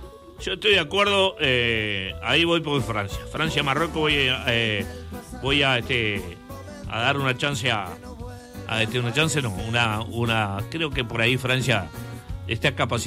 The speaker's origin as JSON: {"language": "Spanish", "country": "Uruguay", "said": "Yo soy uruguayo."}